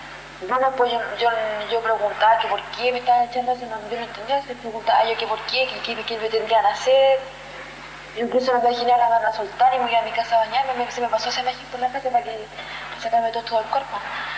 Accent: Chile

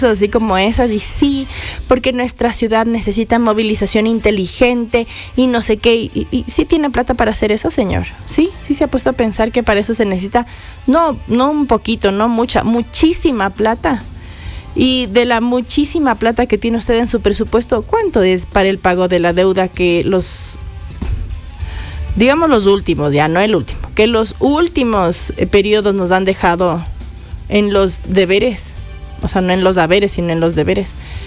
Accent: Ecuador; Como buenos ecuatorianos, el 16 de noviembre se nos acredita el décimo

